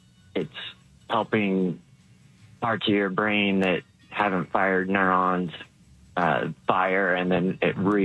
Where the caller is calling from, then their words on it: Pleasant Grove, Utah, United States